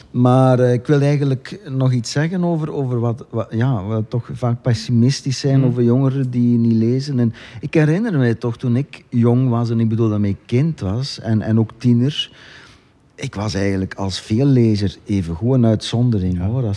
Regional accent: East Flanders, Belgium; Nee, maar wij komen alle 2 van het Waasland.

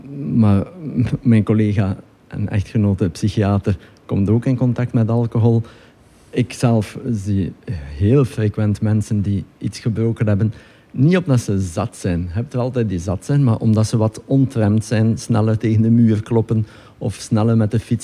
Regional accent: West Flanders, Belgium; Nee, West-Vlaming, ja. Wel, geboren in Oost-Vlaanderen, gewoond in West-Vlaanderen.

